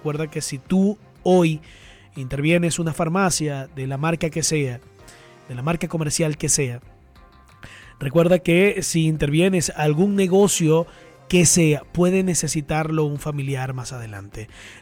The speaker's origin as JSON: {"language": "Spanish", "country": "Venezuela", "said": "Somos venezolanos."}